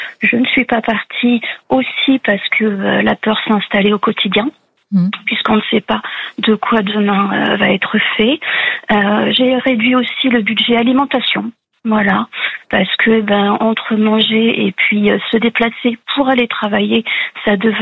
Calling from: Montluçon, Auvergne-Rhône-Alpes, France; J'appelle de l'Allier, de Montluçon.

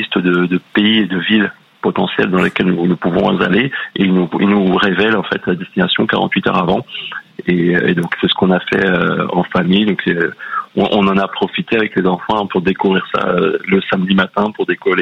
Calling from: Normandy, France; De Normandie.

